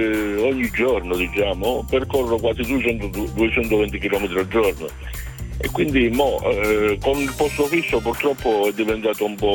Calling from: Castrovillari, Calabria, Italy; Io chiamo dalla provincia di Cosenza, Castrovillari.

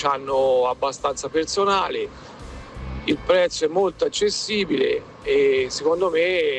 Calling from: Arezzo, Tuscany, Italy; da Arezzo.

